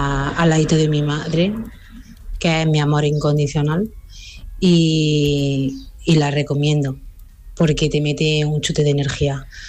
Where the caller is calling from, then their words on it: Andújar, Andalusia, Spain; Buenos días … de Andújar.